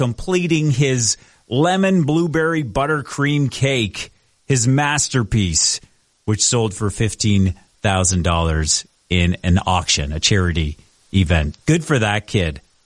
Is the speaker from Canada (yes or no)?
yes; Lucknow, Ontario, Canada; One of the local fairs near where I grew up in Lucknow, Ontario, that area, they used to have a pie auction.